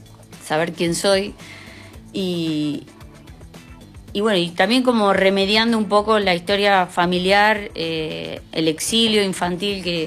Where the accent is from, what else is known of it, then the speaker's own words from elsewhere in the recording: La Pampa, Argentina; born there; Juani de Pian, que es mi primer amigo, junto a otras personas de mi infancia, mi primer amigo en La Pampa.